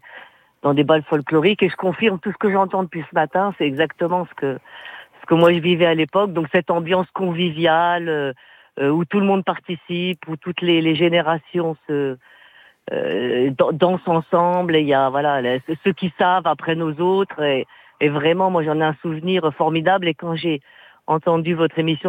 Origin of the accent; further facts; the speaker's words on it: Grand Est, France; parce que j'ai grandi dans les Ardennes, et c'était il y a près de 40 ans maintenant.